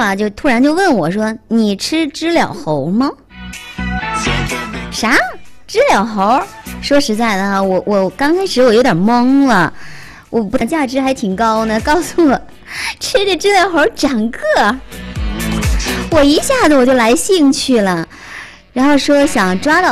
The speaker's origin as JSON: {"language": "Chinese", "region": "Northeast China", "country": "China"}